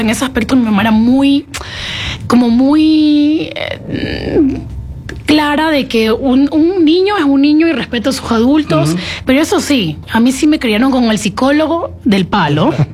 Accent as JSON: {"language": "Spanish", "town": "Guayaquil", "region": "Guayas", "country": "Ecuador", "tie": "born or raised there", "also_born_or_lived": "Quevedo, Los Ríos / Quito", "moved": "yes", "said": "yo creo que yo soy un mix, soy entre mamá manaba, papá mateño, nacida en Quevedo de los Ríos, crecí en Guayaquil."}